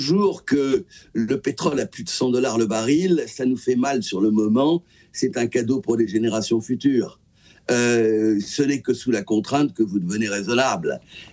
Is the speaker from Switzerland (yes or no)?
no; South-West, France; Il se trouve que je suis du Sud-Ouest